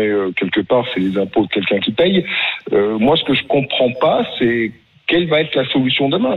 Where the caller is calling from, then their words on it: France; je suis un Français moyen